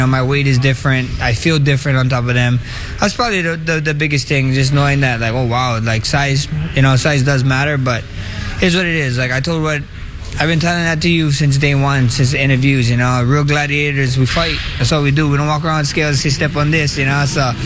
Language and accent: English; Waianae, Hawaii, United States; I'm from Waianae. I might not say that much, but if you want to go down that road, you know, maybe a little Waianae boy might come out of me